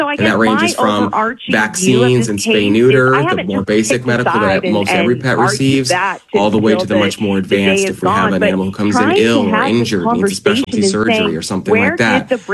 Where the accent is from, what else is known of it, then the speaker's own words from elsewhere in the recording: Denver, Colorado, United States; also born or lived in Salt Lake City, United States; I grew up in Denver, lived in Salt Lake for a long time